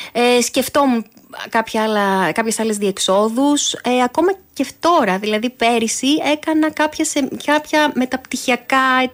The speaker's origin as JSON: {"language": "Greek", "town": "Lamia", "region": "Central Greece", "country": "Greece", "tie": "born there", "also_born_or_lived": "Pyrgos", "said": "Πρακτικά γεννήθηκα στη Λαμία. Ναι. Έζησα 5 χρόνια στον πύργο"}